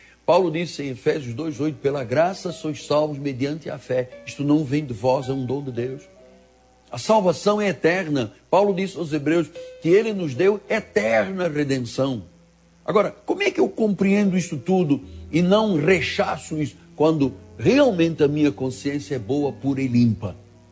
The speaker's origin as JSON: {"language": "Portuguese", "country": "Angola", "tie": "born there", "moved": "yes", "said": "Eu nasci num país, em África, em Angola. Desde criança eu ouvi falar de guerra, de tiro, de bomba, de morte."}